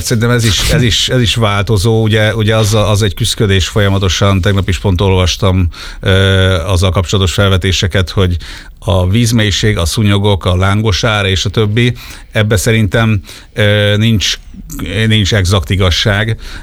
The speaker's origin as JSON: {"language": "Hungarian", "town": "Sopron", "region": "Győr-Moson-Sopron", "country": "Hungary", "said": "Sopronban, én Soproni vagyok"}